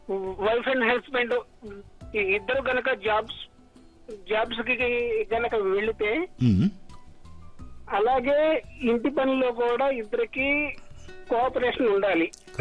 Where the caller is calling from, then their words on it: Guntur, Andhra Pradesh, India; నేను గుంటూరు నుంచి